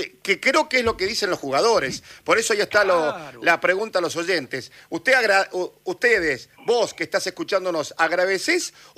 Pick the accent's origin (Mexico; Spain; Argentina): Argentina; De ninguna manera voy a festejar un segundo puesto como argentino, ¿eh? Como hincha de fútbol.